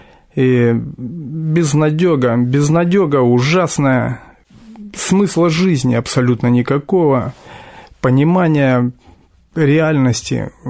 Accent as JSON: {"language": "Russian", "town": "Chernogorsk", "region": "Khakassia", "country": "Russia", "tie": "born or raised there", "said": "Сам я из Сибири. Есть такой район, Республика Хакасия. И вот в Черногорском детдоме-интернате я воспитывался, вырос."}